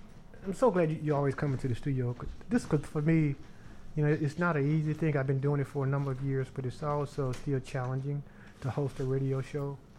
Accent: Little Rock, Arkansas, United States; growing up in East Little Rock, the East End.

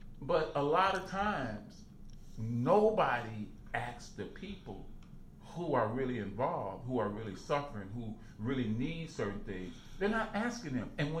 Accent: Chicago, Illinois, United States; this current president, he reminds me of growing up in Chicago, going on a street corner, and you got somebody selling everything out there, Trump.

